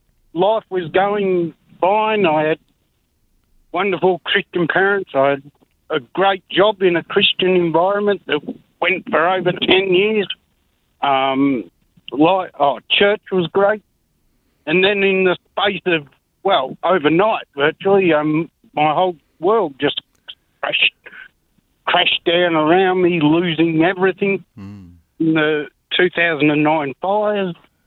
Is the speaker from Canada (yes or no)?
no; Marysville, Victoria, Australia; my part of my story is growing up in Marysville here, and I still live here.